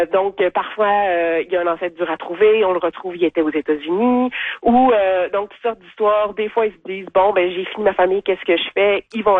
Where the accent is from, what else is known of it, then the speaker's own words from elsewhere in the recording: Quebec, Canada; Puis nous, on les a invités à venir chez nous en Allemagne, au Saguenay-Lac-Saint-Jean